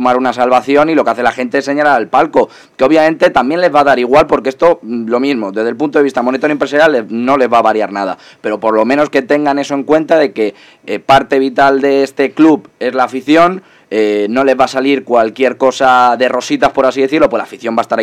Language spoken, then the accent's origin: Spanish; Leganés, Community of Madrid, Spain; nosotros, la gente que somos de Leganés y que entendemos al Leganés, es algo que nos choca